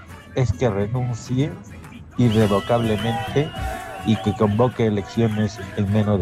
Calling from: Arequipa, Peru; yo les hablo desde Arequipa

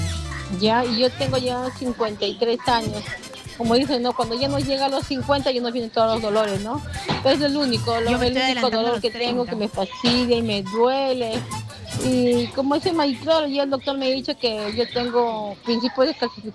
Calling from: Lima, Peru; llamo de Villa El Salvador.

